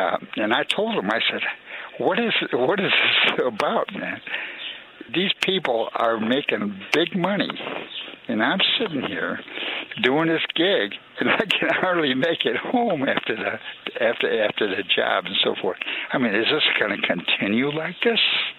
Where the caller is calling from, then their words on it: Chicago, Illinois, United States; Yeah, hi, Alex. Yeah, I'm just calling from Chicago.